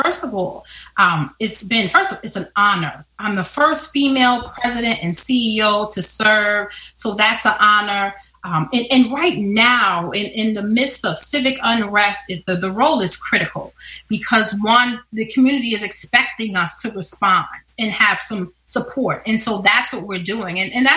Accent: New York City, New York, United States; moved away as an adult; now in Rochester, United States; Oh, I grew up in Brooklyn.

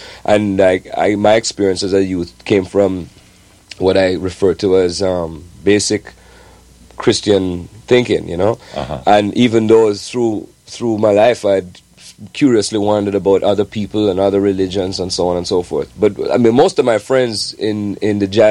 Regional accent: Jamaica; You see, I grew up in Jamaica.

